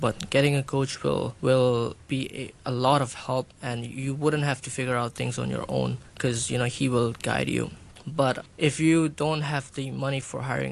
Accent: Pakistan; moved away; I'm from Pakistan as well.

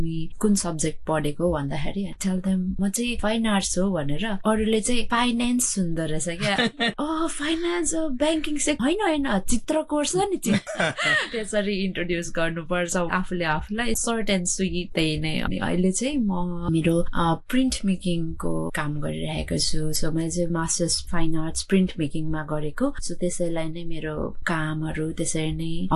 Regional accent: Dharan, Koshi Province, Nepal; moved away as an adult; now in Hong Kong; म चाहिँ नेपालमा जन्मेको हुर्केको चाहिँ मेरो धरान मेरो पुर्ख्यौली घर चाहिँ भनेको भोजपुर, अनि माइग्रेसन हुँदै हुँदै आएको, अनि अहिले चाहिँ म हङकङमा छु

